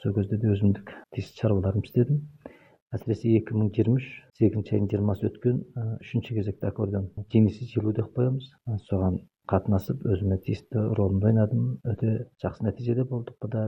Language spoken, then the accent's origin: Kazakh; Shagantogay, Xinjiang, China; Біздің үй мынау Шағантоғай мәдениет үйінің іргесінде болды да